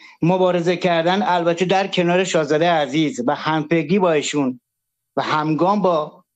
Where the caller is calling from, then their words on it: Iran; به عنوان یه ایرانی